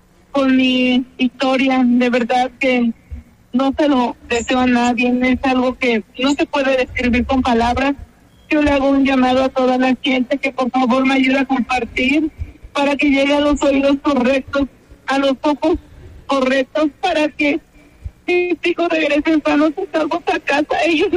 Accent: State of Mexico, Mexico; somos aquí del Estado de México

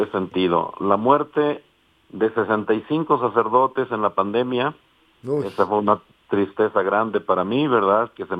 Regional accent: Puebla, Mexico; sobre todo en la Mixteca poblana, que pues para mí es mi tierra

